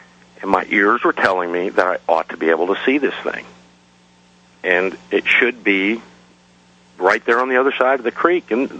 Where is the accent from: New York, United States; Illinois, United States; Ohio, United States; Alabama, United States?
New York, United States; Freeport; 17-year-old, I'm not scared of much, especially growing up in New York